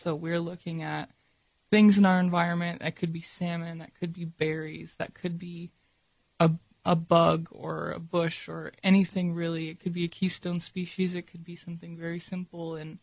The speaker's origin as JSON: {"language": "English", "town": "Unalaska", "region": "Alaska", "country": "United States", "tie": "born or raised there", "said": "I grew up here in Onalaska. I'm from here. My parents are from here. Their parents are from here. We've been here for a very long time."}